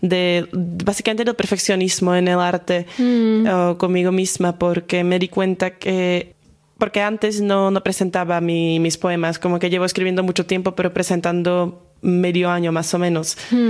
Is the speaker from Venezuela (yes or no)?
no; Slovakia; Spanish is a second language; moved away as an adult; now in Granada, Spain; bueno, pues … estudio ahorita Ciencias Políticas y Derecho aquí en Granada, pero soy de Eslovaquia. Me mudé hace año y medio